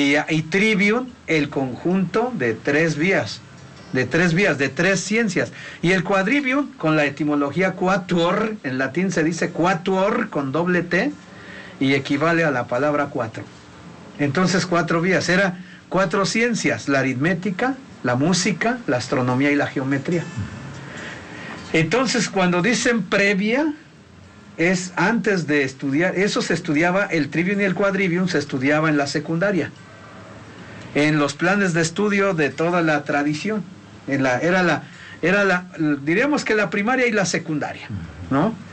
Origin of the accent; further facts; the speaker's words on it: Tlachichuca, Puebla, Mexico; born there; Hice 6 años de primaria, allí telesecundaria, el bachillerato general, el colegio de bachilleres, ya en Tlachichuca.